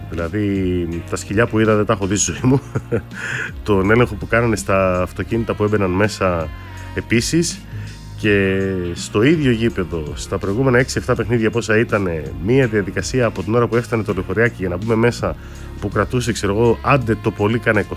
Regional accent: Greece; Με το που έλεγα από πού είσαι και λέγανε και τους έλεγα Γκρίς, κατευθείαν.

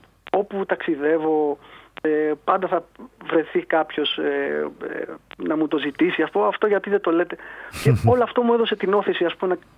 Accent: Volos, Thessaly, Greece; αυτό που θα λέγαμε στα μέρη μου, ξεκινώντας από το Βόλο δηλαδή.

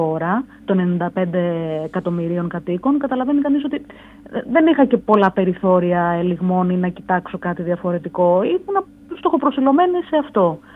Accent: Greece; Τους έλεγα ότι είμαι από Ελλάδα, υπήρχαν κάποιοι που δεν ξέρανε καν κατά που πέφτει η Ελλάδα.

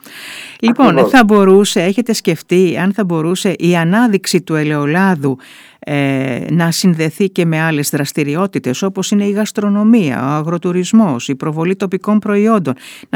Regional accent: Western Greece, Greece; επειδή καταγόμαστε λοιπόν από την Αιγιάλεια

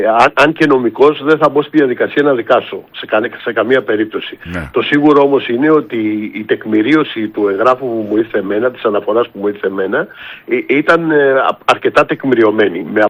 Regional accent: Ionian Islands, Greece

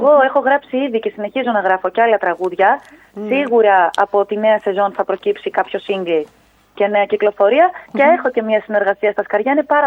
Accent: Thessaloniki, Central Macedonia, Greece; moved away as an adult; now in Athens, Greece; είμαι ένα κορίτσι της πόλης, γεννήθηκα σε πόλη στη Θεσσαλονίκη, μεγάλωσα, βρίσκομαι στην Αθήνα. Επηρέασε πολύ αυτή τη μετάβασή μου και η μετακόμιση μου στην Αθήνα.

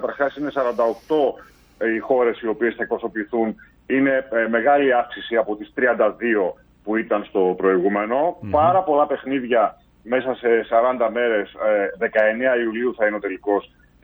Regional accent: Greece; ως Έλληνας φύλαθλος

